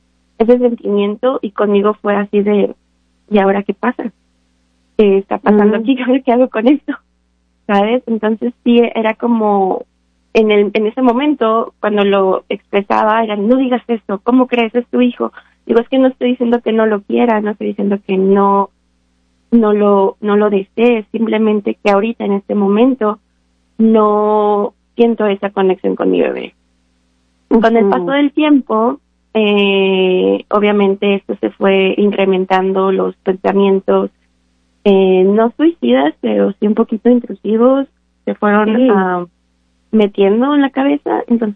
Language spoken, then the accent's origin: Spanish; Apizaco, Tlaxcala, Mexico; moved away; soy mexicana del estado de Tlaxcala, es el estado más chiquito que se encuentra en la República Mexicana, en la ciudad de Apizaco. Lo que se da ahí mucho es el maíz, entonces se considera una ciudad de maíz